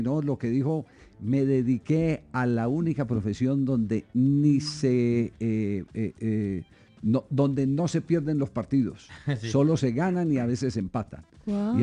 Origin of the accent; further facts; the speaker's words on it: Manizales, Caldas, Colombia; yo me crié en Manizales, uh-huh, en el barrio Chipre